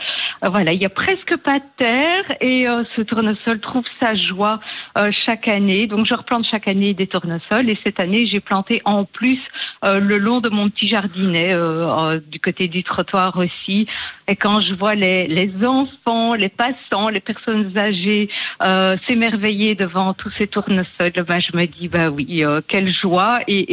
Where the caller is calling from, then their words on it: Brussels, Brussels-Capital Region, Belgium; Je suis à Bruxelles, à Oudergem, à côté de la forêt de Soignes.